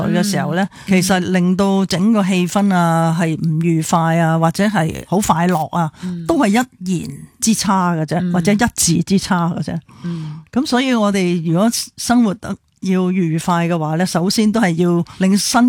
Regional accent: Hong Kong; 我哋香港嘅生活方式咧，好西方化。

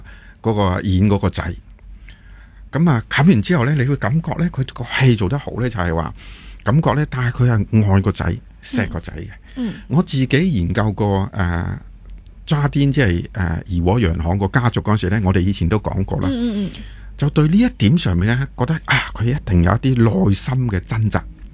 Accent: Hong Kong

